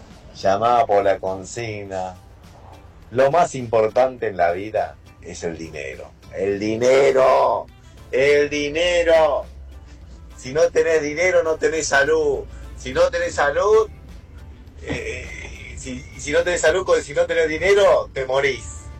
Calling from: Buenos Aires Province, Argentina; de Zona Oeste.

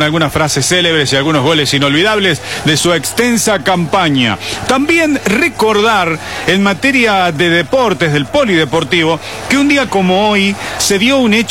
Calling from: Córdoba, Argentina; Buenas tardes … de Córdoba.

